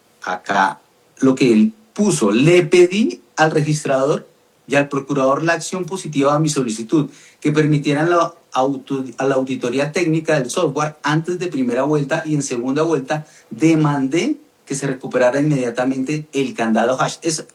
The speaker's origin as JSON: {"language": "Spanish", "country": "Colombia", "said": "por lo menos la percepción que tiene uno como colombiano es que las elecciones del pasado han sido, por lo menos de manera transparente, limpias."}